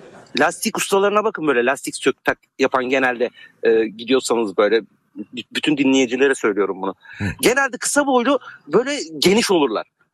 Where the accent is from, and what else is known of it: Izmir, İzmir, Turkey